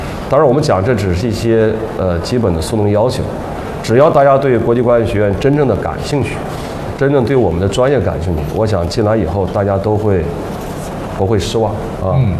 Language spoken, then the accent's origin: Chinese; China